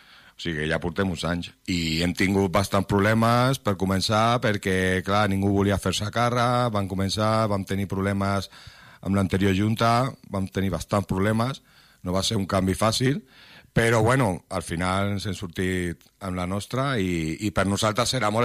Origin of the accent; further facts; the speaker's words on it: Barcelona, Catalonia, Spain; Nosaltres no som de Sant Andreu, som del Palau.